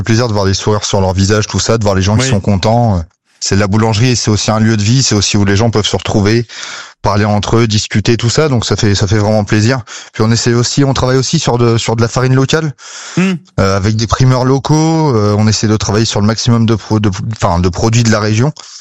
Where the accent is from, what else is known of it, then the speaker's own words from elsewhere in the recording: Le Havre, Normandy, France; Moi, je suis de Normandie, je suis du Havre à la base.